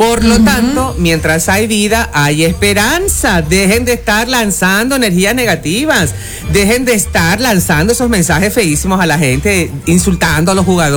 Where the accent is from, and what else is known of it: Ecuador